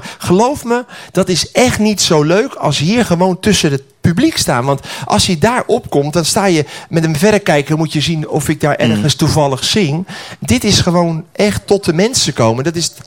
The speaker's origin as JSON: {"language": "Dutch", "country": "Netherlands", "said": "Nou, ik ben een echte Hollander, hè? Dat horen jullie wel, hè?"}